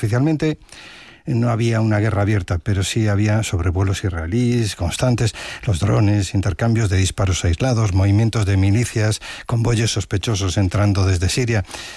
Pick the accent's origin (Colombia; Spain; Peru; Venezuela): Spain; Galicia; que soy gallego, me recordaba mucho la época del Prestige en mi querida Galicia.